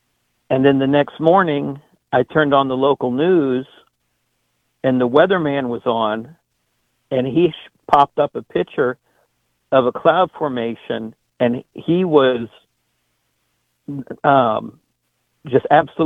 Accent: Washington, District of Columbia, United States; because I grew up in Washington D.C., so you really couldn't see shooting stars and stuff.

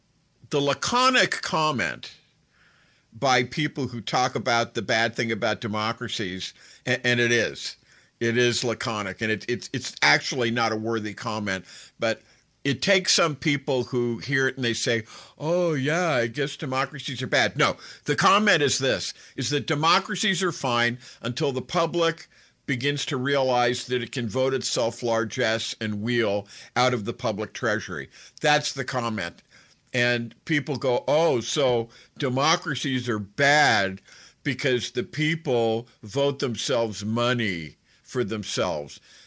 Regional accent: Northeast, United States; I come from the Northeast. I come from what many people would call a liberal or a progressive background, but I've been elsewhere as well.

